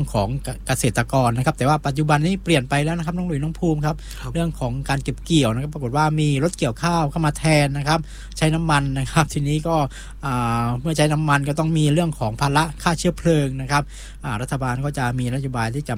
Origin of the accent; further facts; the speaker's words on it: Southern Thailand, Thailand; accent: Southern Thai; บ้านเรานี่เรียกฉางข้าวนะภาษาใต้เรียกฉางนะครับ